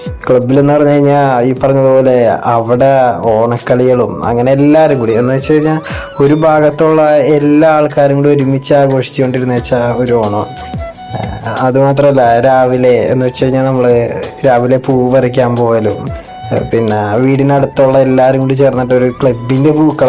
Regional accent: Varapuzha, Kerala, India; born there; ഞാൻ താമസിക്കുന്നത് എറണാകുളം വരാപ്പുഴ എന്ന് പറഞ്ഞ സ്ഥലത്താണ്.

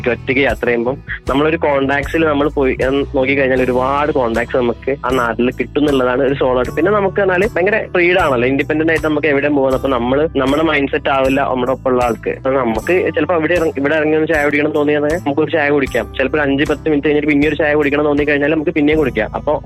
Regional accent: Kerala, India; ഞാൻ കേരളത്തിൽ നിന്നാണ് വരുന്നത്

